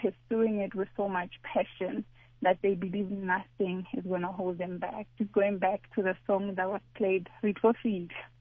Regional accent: Nkowankowa, Limpopo, South Africa; born and raised in Koankoa, a township outside Zelin.

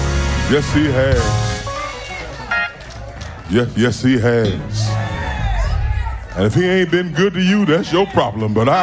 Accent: Baton Rouge, Louisiana, United States; I'm from Baton Rouge, Louisiana

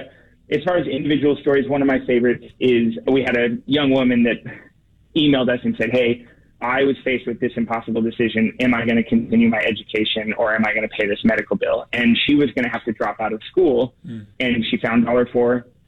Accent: Portland, United States; born or raised there

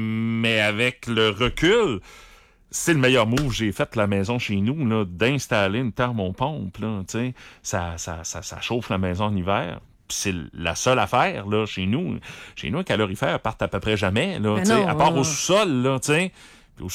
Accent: Rimouski, Quebec, Canada; Je restais sur le bord du fleuve, Stéphanie. J'ai grandi à Pointe-au-Père et à Rimouski-Est. C'est même des micro-climats, là, dans le secteur de Rimouski.

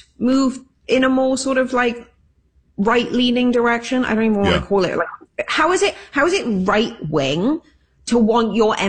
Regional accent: Wales, United Kingdom; When I was growing up, you know, I'm Welsh, and there's a little bit of, you know, this between Wales and England

